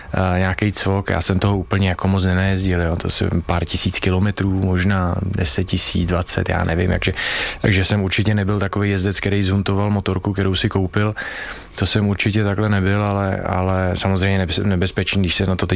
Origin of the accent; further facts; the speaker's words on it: České Budějovice, South Bohemian Region, Czechia; jsem samozřejmě neuměl řeč, já jsem se neučil anglicky, já jsem se učil německy odmala, protože jsem vyrůstal v Českých Budějovicích a to bylo blíž k tomu Rakousku a takže jsme se učili skoro všichni německy a anglicky jsem se naučil potom nějak jako samouk a trošku na střední škole